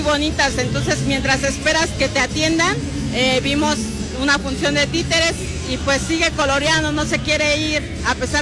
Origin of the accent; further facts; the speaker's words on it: Actopan, Hidalgo, Mexico; Sí, soy de aquí del Daxtá.